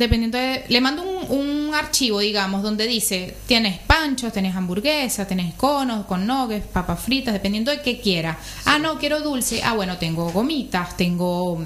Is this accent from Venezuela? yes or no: yes; Venezuela; moved away as an adult; now in Argentina